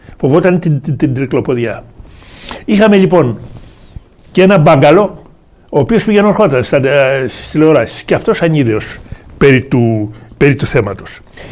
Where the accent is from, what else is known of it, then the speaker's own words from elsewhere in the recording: Peloponnese, Greece; Ναι, στην πατρίδα μου έχουμε μία λίμνη, Τάκα. Εκεί επιδιδόμουν εγώ στα ναυτικά.